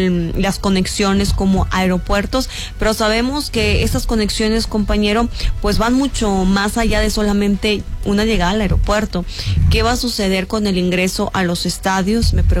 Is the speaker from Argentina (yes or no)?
no; Mexico